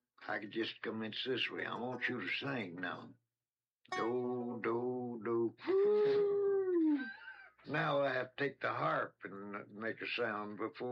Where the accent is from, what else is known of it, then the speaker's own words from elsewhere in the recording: Texas, United States; born there; moved away as an adult; now in California, United States; I was born in Kaufman County, Texas. That was in 11th of September, 1886. Come to California in 1906.